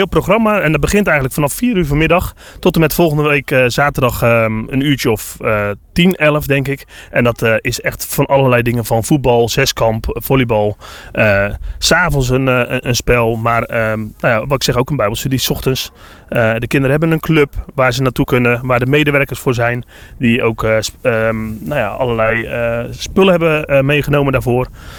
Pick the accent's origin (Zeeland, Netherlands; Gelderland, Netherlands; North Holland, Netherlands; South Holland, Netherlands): Zeeland, Netherlands; Vlissingen; born there; now in Harskamp, Netherlands; Ik ben van oorsprong zelf een Zeeuw. Dus ik kom uit Vlissingen. Daar ben ik heel trots op nog steeds. Maar we zitten nu een keer echt helemaal aan de andere kant van Nederland.